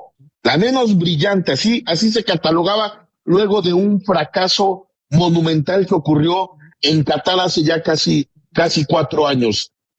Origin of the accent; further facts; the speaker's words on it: Mexico; así somos los mexicanos